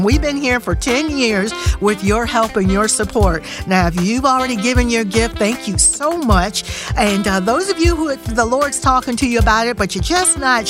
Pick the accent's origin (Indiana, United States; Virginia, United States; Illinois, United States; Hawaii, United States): Virginia, United States; Virginia Beach; now in Central Florida, United States; from my hometown, I'm from Virginia Beach, Virginia